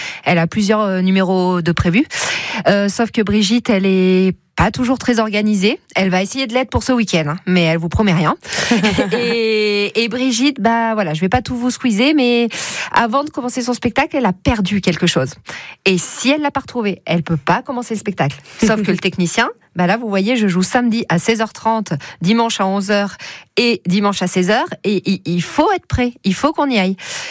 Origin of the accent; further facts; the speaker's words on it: Auvergne-Rhône-Alpes, France; also born or lived in Lille; now in Clermont-Ferrand, France; moi j'ai grandi en Auvergne, donc Sauxilange